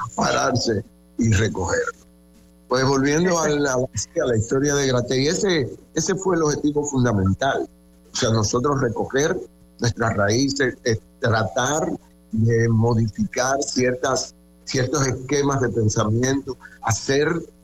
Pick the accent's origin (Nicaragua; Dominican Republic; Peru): Dominican Republic; estábamos documentados, bien documentados como dominicanos